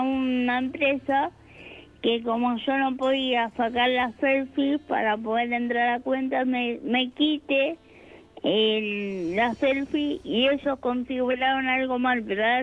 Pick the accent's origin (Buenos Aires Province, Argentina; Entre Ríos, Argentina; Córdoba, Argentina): Buenos Aires Province, Argentina; Munro